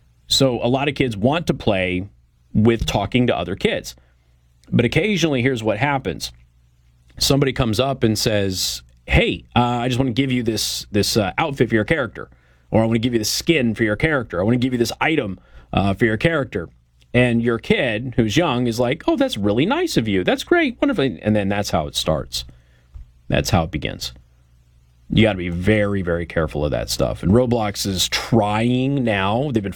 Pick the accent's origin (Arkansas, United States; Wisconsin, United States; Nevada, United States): Nevada, United States; Las Vegas; Now, I come from Las Vegas. I run into this stuff a lot.